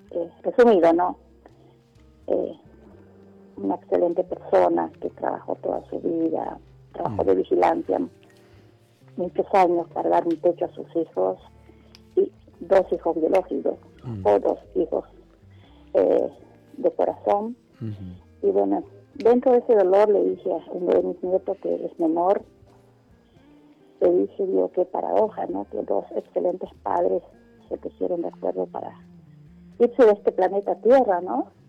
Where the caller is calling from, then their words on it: Argentina; de Lago Mercino